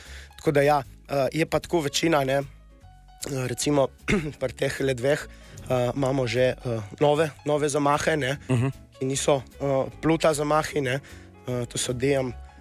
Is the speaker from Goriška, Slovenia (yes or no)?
no; Gorica, Gorizia, Slovenia; now in Vipava Valley, Slovenia; Ser sem domačin Goričan, preseljen v Vipavsko dolino.